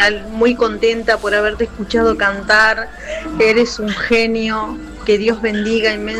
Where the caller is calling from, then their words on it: Arocena, Santa Fe, Argentina; vivo en Arocena